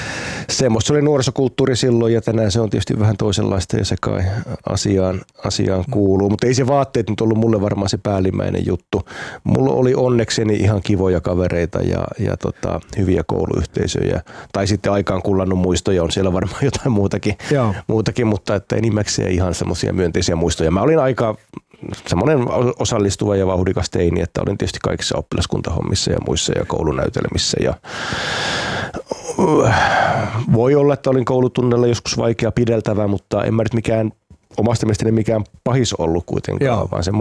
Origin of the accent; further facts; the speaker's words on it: Tuusula, Uusimaa, Finland; siellä mä oon asunut lapsuus- ja nuoruusvuodet siinä Tuusulan kirkonkylän Hyrylän reunoja. Se on pari talon puolikkaassa, siellä asuttiin aika, uskoisin, että aika tavallisessa suomalaisessa perheessä, että isä, äiti ja kaksi lasta.